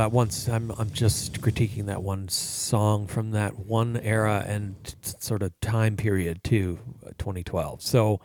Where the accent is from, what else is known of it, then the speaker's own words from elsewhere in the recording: Cape Breton, Nova Scotia, Canada; I'm not from Nova Scotia. I'm from Cape Breton.